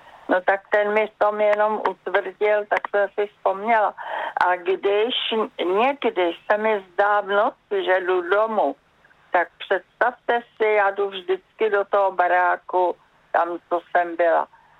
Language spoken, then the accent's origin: Czech; Prague, Czechia; Narodila jsem se v Radotíně, na idylickém místě, vrátka do lesa, tam chodili k plotu srnky, houpačku jsme měli v lese